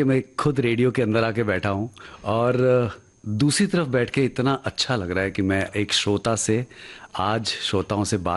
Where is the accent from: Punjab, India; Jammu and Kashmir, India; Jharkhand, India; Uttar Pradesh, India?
Jammu and Kashmir, India; Srinagar; moved away; मैं कश्मीरी पंडित हूँ, हम